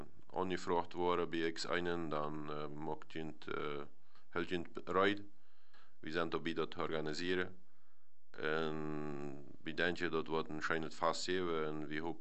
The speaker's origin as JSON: {"language": "German", "country": "Netherlands", "second_language": "German", "said": "weil wir als Niederländer da ein Fast mit anderen Typ 4"}